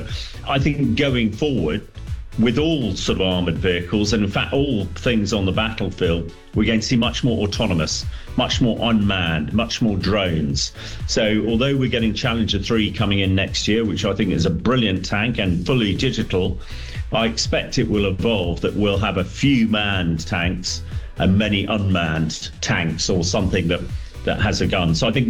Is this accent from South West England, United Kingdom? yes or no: yes; Dorset, South West England, United Kingdom; I grew up in Dorset.